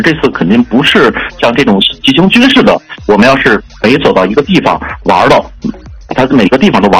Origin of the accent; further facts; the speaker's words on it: Jilin, China; 从我们的这个吉林出发